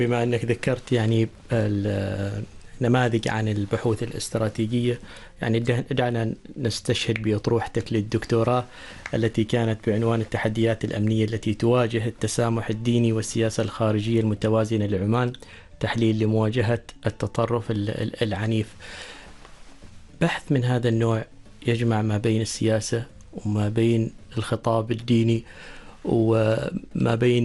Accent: Oman; نحن كعمانيين نجدها أنها لا تحتاج إلى إثبات، يعني هذه تربينا عليها

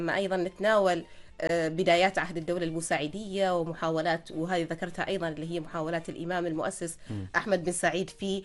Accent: Oman; نلاحظ أن إحنا كعمانيين نشعر بالفخر أن إحنا معانا تاريخ.

